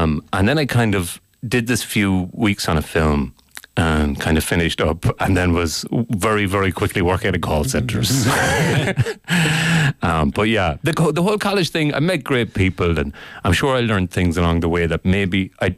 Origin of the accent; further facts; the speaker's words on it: Ireland; but I was a foreign student or whatever because I'm Irish.